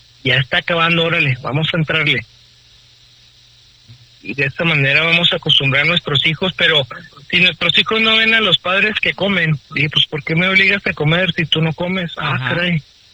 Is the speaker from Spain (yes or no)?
no; Mexico; Nosotros como mexicanos